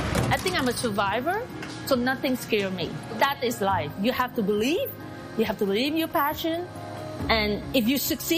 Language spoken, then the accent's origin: English; Montreal, Quebec, Canada; So I grew up in Montreal. My parents were working in a factory at a minimum wage.